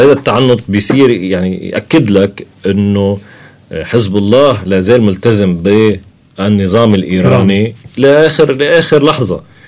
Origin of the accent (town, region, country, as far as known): Lebanon